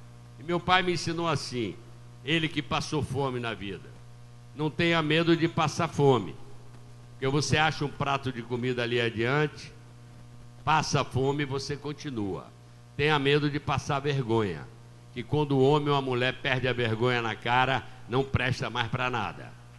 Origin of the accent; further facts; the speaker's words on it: Rio de Janeiro, Brazil; born there; now in Bahia, Brazil; Eu, que nasci no Rio de Janeiro, mas estou na Bahia há 52 anos, com muito orgulho e com muito prazer